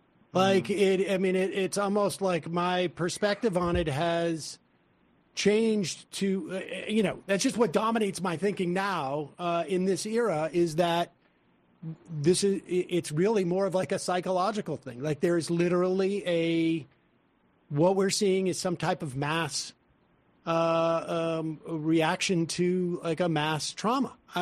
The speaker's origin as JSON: {"language": "English", "town": "Worcester", "region": "Massachusetts", "country": "United States", "tie": "born or raised there", "said": "And, you know, I grew up in Worcester, Massachusetts. It was not like a very, like, it was not the most Jewish of places, but we were, you know, in Hebrew school."}